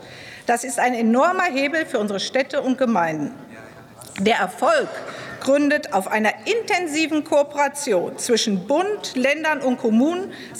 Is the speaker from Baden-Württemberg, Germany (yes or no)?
no; Herdecke, North Rhine-Westphalia, Germany; bis hin zu 25 Jahren praktischer Verantwortung als Baudezernentin und Bürgermeisterin meiner Heimatstadt Herdecke.